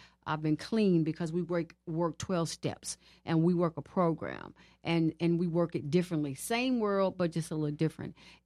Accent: St. Louis, Missouri, United States; moved away as an adult; now in Houston, United States; I'm from Houston. Originally from St. Louis, of course, but mm-hmm. I've been in Houston now, goodness, I am 56, probably about, about, 25, 30 years?

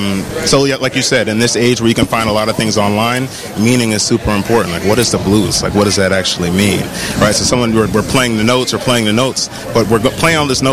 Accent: New Jersey, United States; I'm from New Jersey

